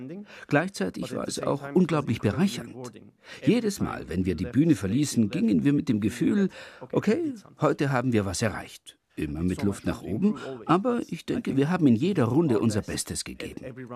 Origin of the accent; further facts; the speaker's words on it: Turkey; Ich komme aus der Türkei. Wir haben dort, würde ich sagen, zu den sozialen Medien eine sehr starke Verbindung.